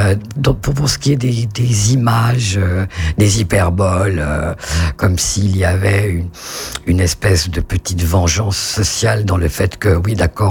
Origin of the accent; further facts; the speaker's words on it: Île-de-France, France; born there; je suis né au confluent de la Seine et de Lyon, néanmoins, à Montreux-Foltion. Donc, je suis né dans le sud Seine-et-Marne, voilà, pas très loin de la forêt de Fontainebleau.